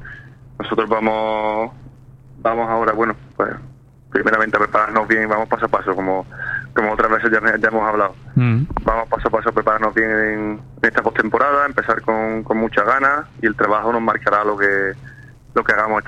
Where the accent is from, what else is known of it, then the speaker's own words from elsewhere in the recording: Baena, Andalusia, Spain; cercanía también con mi pueblo, que yo soy de Baena, de un pueblo de Córdoba.